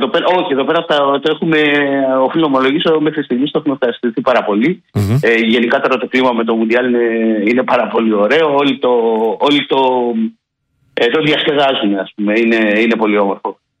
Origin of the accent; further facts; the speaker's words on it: Athens, Attica, Greece; moved away as an adult; εμένα η καταγωγή μου είναι από την Αθήνα, δεν έχει νόημα να φύγω από εδώ το καλοκαίρι να έρθω στην Αθήνα.